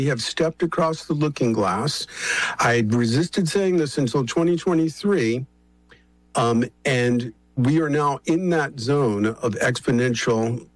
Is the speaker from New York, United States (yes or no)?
yes; Bronx, New York, United States; when I grew up in the Bronx, I grew up listening to the Long John Nimble show